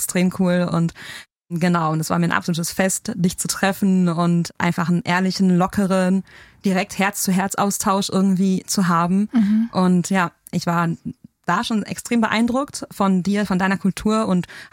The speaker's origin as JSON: {"language": "German", "region": "North Rhine-Westphalia", "country": "Germany", "tie": "born there", "also_born_or_lived": "Hesse"}